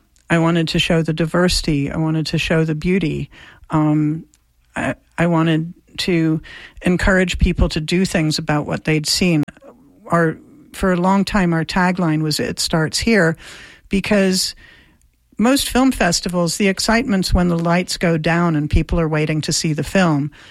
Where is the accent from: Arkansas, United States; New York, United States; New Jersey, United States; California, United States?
New York, United States; now in Central Florida, United States; I'm a New Yorker, too.